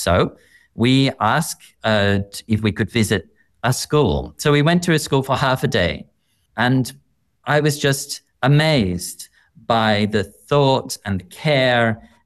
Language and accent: English; Melbourne, Victoria, Australia; moved away as an adult; I grew up in Australia. You might hear it a little bit in my accent, but, you know, in the edge of Melbourne, in a small little suburb.